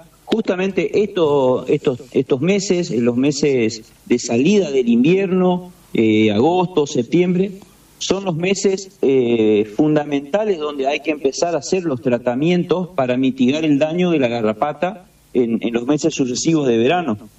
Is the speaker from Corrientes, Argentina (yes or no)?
yes; Corrientes, Argentina; De Corrientes, yo soy de Corrientes, acá estamos en Corrientes